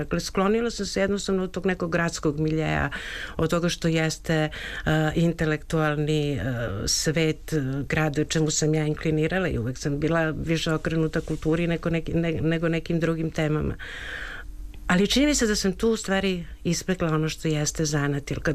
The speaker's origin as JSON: {"language": "Serbian", "region": "Belgrade", "country": "Serbia", "tie": "born there", "said": "Ja sam rođena u Beogradu i stvarno sam imala malo dodira sa selom"}